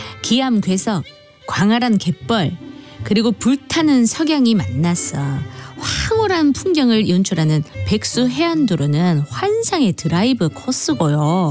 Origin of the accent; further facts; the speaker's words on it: Yeonggwang, South Jeolla, South Korea; 제 고향은 전라남도 영광입니다.